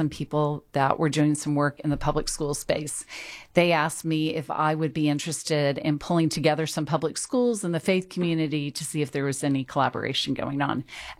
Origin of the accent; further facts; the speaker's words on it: San Antonio, Texas, United States; also born or lived in Washington, D.C.; So I grew up here in San Antonio, like I said, and then I spent some time away in Washington, D.C., and I worked on Capitol Hill, and that's where I met my husband.